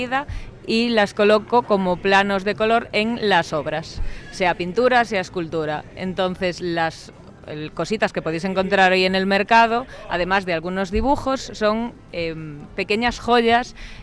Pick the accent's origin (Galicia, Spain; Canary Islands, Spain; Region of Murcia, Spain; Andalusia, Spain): Galicia, Spain; A Coruña; also born or lived in Bilbao; now in Lugo, Spain; Pues soy de Coruña, aunque ahora mismo vivo en Lugo.